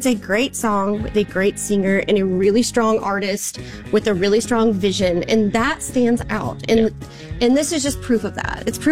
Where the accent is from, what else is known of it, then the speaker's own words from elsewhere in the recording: Texas, United States; I'm from Texas, and I just, you know, it was like one of those things